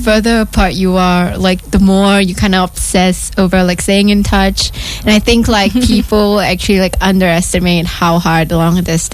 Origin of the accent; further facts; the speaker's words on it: Singapore; now in Europe; I think in Singapore, our pace of life is extremely fast.